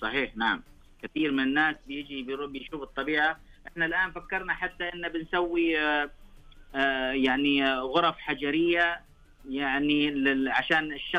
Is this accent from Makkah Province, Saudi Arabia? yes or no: no; Asir, Saudi Arabia; قلت أني أنا أحسن مكان ممكن أني أنا أسوي فيه الموقع أنه مسقط رأسي، قريتي اللي أنا عشت فيها، موقعها كان جميل، الموقع كان يعني قريب من منطقة النماص وقريب من منطقة المجاردة